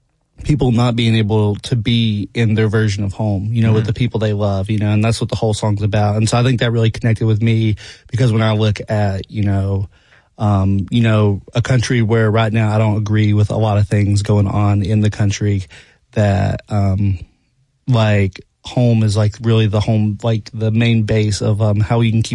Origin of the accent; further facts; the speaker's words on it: North Carolina, United States; I grew up in North Carolina. I grew up in Ashe County, North Carolina, in a very rural community.